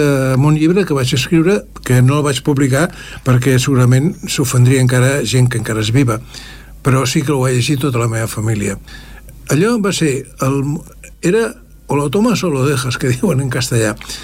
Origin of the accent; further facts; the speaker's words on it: Barcelona, Catalonia, Spain; born there; also born or lived in Sant Just Desvern; now in Esplugues de Llobregat, Spain; molta gent de Sant Just pensa que jo sóc fill de Sant Just. Ho és la meva família … però jo vaig néixer a Barcelona, al barri de Sant Gervasi.